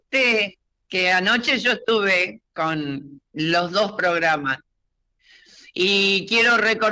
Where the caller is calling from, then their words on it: Berisso, Buenos Aires Province, Argentina; Habla la ciudad de Berisso